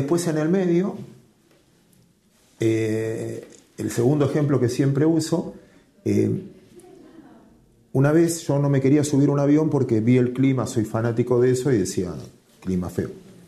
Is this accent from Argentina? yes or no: yes; Mar del Plata, Buenos Aires Province, Argentina; Yo soy de Mar del Plata